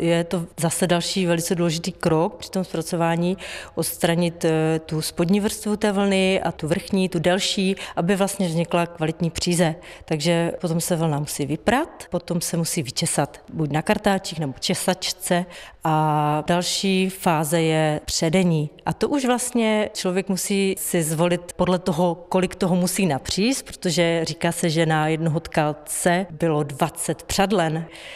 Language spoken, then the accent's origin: Czech; Zlín Region, Czechia; Já jsem z Valašska